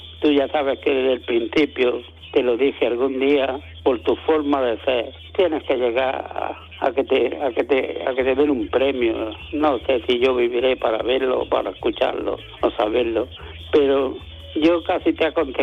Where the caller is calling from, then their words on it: Almuñécar, Andalusia, Spain; de Almuñécar.